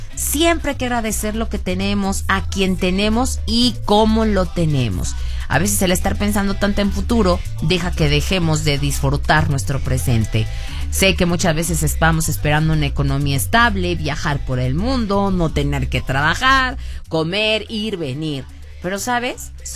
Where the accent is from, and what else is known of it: Mexico